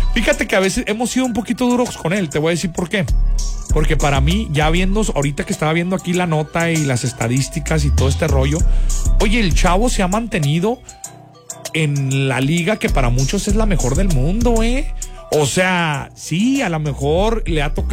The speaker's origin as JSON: {"language": "Spanish", "country": "Mexico", "said": "O sea, en el mundo lo conocen y nosotros como mexicanos, no, o sea, somos feos como mexicanos, muchachos, en serio. A ver, y yo también me cuento"}